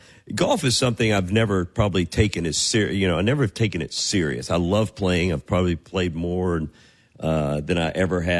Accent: Madisonville, Kentucky, United States; It was back in my hometown where I grew up, Madisonville, Kentucky, Madisonville Country Club.

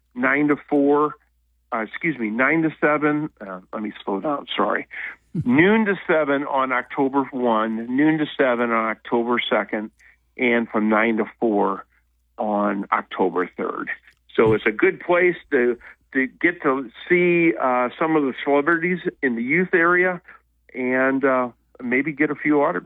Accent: St. Louis, Missouri, United States; moved away; I'm from St. Louis originally

